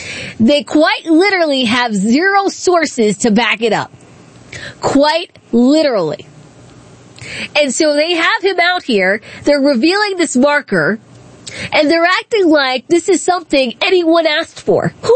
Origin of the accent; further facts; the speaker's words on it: Accokeek, Maryland, United States; I went to Gwynn Park High School. I grew up in Accokeek